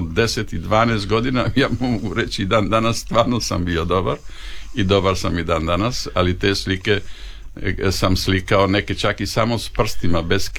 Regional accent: Arbanasi, Zadar County, Croatia; pošto mi smo imali svoje igralište kod nas u Arbanasima, koje smo mi sami sebi gradili, napravili, i mi smo aktivno igrali košarku.

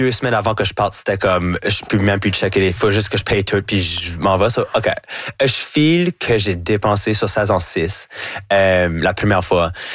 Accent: Canada; Aussitôt que je dis que je suis French Canadian, automatiquement on peut assumer que je suis québécois parce que les gens savent pas c'est quoi l'Acadie.

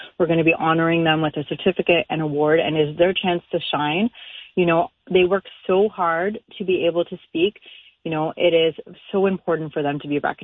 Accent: United Kingdom

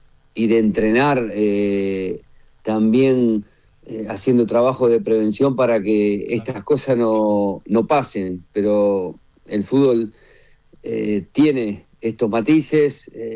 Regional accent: Argentina; Después, como argentino, me pone muy, muy contento que sea el capitán

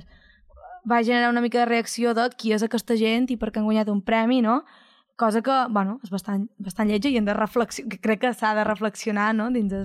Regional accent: Ciutadella, Balearic Islands, Spain; accent: Menorcan; first language Catalan; si en Ciutadella som molt de Ciutadella, ja ho sabeu, som molt pesats, som molt xovinistes

